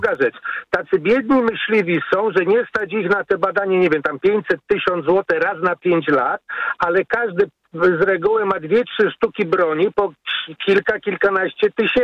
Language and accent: Polish; Warsaw, Masovian Voivodeship, Poland; Ja pamiętam jeszcze, bo ja pochodzę z Warszawy, ale mieszkam jakby na obrzeżach Warszawy.